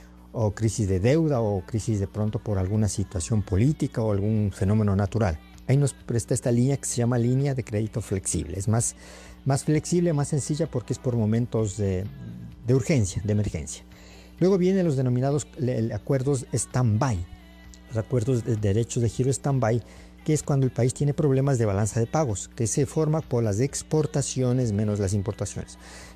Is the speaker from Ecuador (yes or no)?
yes; Ecuador